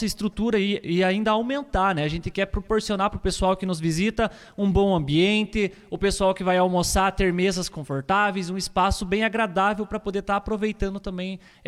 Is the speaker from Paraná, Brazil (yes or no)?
yes; Palmeira, Paraná, Brazil; Eu sou de Palmeira, de Santa Bárbara.